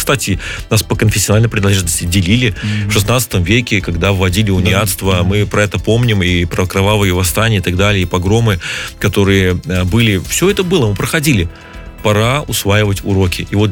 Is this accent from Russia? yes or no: no; Belarus